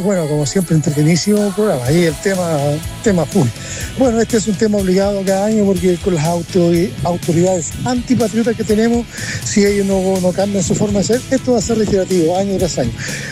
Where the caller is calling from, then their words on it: Chile; nosotros no somos chilenos solamente en la fecha importante, somos chilenos todo el año.